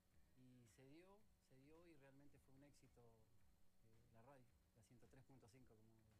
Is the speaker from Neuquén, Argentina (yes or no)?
yes; Zapala, Neuquén, Argentina; moved away as an adult; now in Los Catutos, Argentina; Yo soy oriundo de Zapala, llego a Los Catutos hace aproximadamente 4 o 5 años